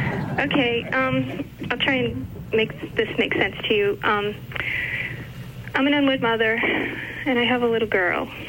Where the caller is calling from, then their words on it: Massachusetts, United States; I'm from Massachusetts